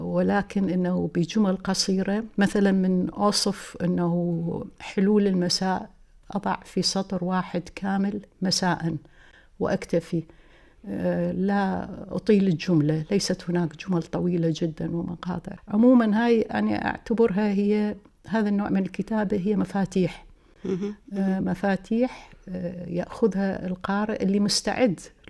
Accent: Iraq

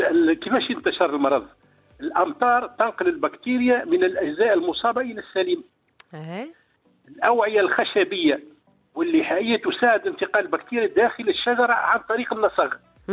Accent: Sahel, Tunisia; ومعروفة عندنا في الساحل

